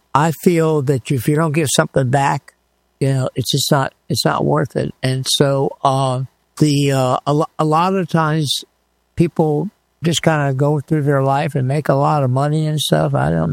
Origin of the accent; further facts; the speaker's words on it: Miami Beach, Florida, United States; also born or lived in Tampa, Florida; My father was the assistant manager of the Chamber of Commerce, and then he was elevated to the director back then, executive director of the Miami Beach Chamber of Commerce. So I lived down there growing up